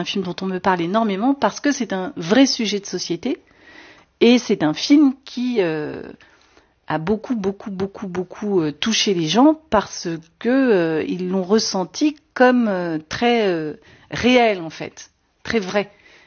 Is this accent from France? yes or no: yes; France; Bon, j'ai un peu de sang italien, et mais voilà, je suis quand même assez privilégiée à un endroit de voilà d'une famille française tradie